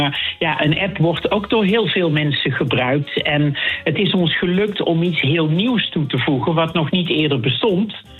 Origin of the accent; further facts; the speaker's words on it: North Brabant, Netherlands; accent: Brabantse tongval; het is mijn accent schijnt herkenbaar te zijn. Dus die Brabantse tongval gaat er toch nooit uit.